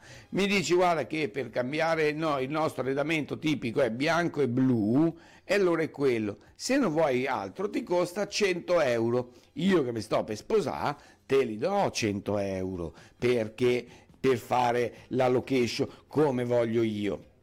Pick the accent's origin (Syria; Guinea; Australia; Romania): Australia; non mi puoi prendere tutto quello solo perché sono australiano, perché questa è la mentalità che ho trovato in giro e c'è. Ma sì, sono straniero, ma che ce ne fu?